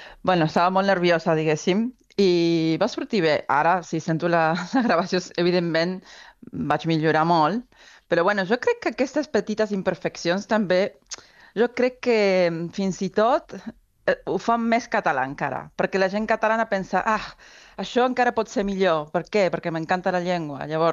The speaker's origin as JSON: {"language": "Catalan", "country": "Argentina", "accent": "Argentine", "first_language": "Spanish", "second_language": "Catalan", "moved": "as an adult", "lives_now": "Catalonia, Spain", "said": "des del meu barri d'Argentina, arribar aquí"}